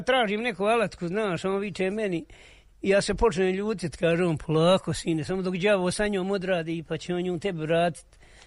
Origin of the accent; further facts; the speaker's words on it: Konjic, Federation of Bosnia and Herzegovina, Bosnia & Herzegovina; moved away as an adult; now in Višegrad, Bosnia & Herzegovina; 20.000 je nas izbjeglica došlo u Višegrad. 95. 20.000. U tih 20.000 sad nema petlja stanovnika. I ja sam došao iz Konjica. Iz Hercegovine.